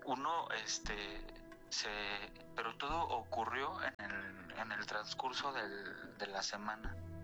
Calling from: Naucalpan, State of Mexico, Mexico; De Naucalpan.

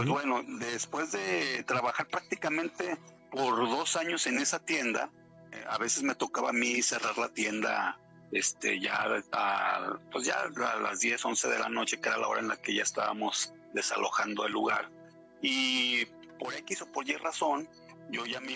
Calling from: Aguascalientes, Mexico; La ciudad de Aguascalientes, Aguascalientes.

